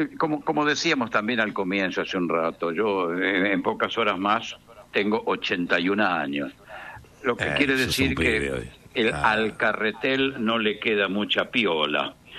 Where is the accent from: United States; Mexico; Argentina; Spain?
Argentina